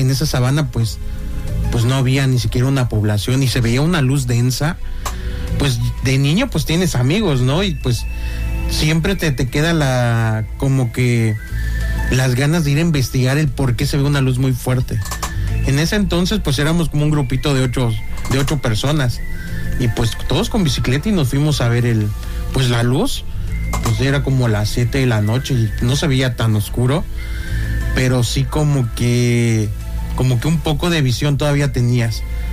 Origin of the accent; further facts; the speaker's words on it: Chetumal, Quintana Roo, Mexico; Yo soy de Chetumal.